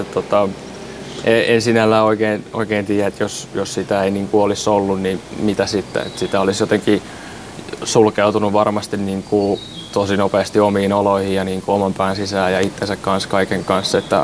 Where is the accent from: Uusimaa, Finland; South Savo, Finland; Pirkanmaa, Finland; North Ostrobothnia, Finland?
Pirkanmaa, Finland; Tampere; born there; Synnyttiin tosiaan Tampereella